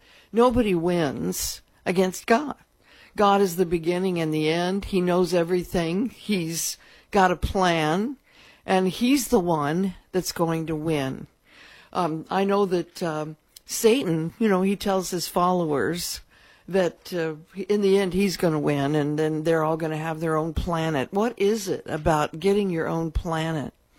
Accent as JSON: {"language": "English", "region": "California", "country": "United States", "tie": "born or raised there", "lives_now": "Tahlequah, United States", "said": "I grew up in California, surrounded by 11 million people, and I was one that couldn't wait to get away from that."}